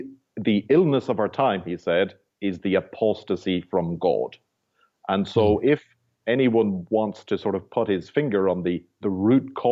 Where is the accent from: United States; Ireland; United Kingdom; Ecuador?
Ireland; moved away as an adult; now in Canada; I'm from Ireland originally, and I have spent 6 years in the apostolate in Europe, then 7 years in Canada so far.